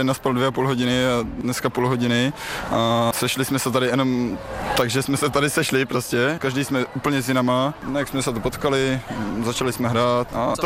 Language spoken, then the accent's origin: Czech; Velká nad Veličkou, South Moravian Region, Czechia; dobrý den. S Velkem nad Veličkou, Horňácko.